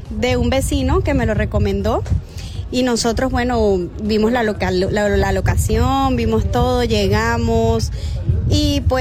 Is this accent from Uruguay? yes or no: no; La Guaira, Venezuela; now in Spain; Bueno, nosotros venimos de Venezuela, de La Guaira, orgullosamente de La Guaira, y aquí pues de verdad nos sentimos como en familia, como en casa.